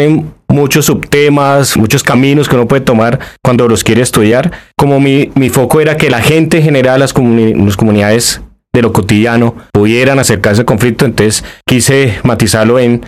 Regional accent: Bogotá, Colombia; pues porque es mi región, yo soy de Bogotá

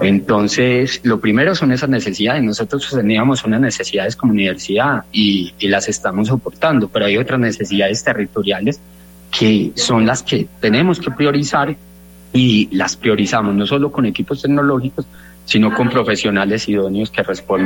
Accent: Colombia; los profesionales que nosotros como colombianos estamos formando es de la más alta calidad

